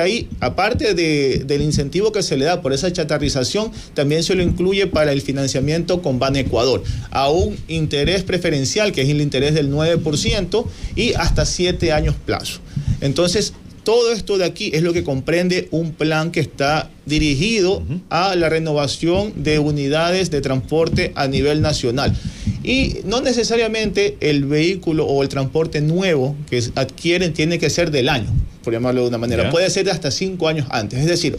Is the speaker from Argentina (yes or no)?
no; Portoviejo, Manabí, Ecuador; yo también soy manabita de Puerto Viejo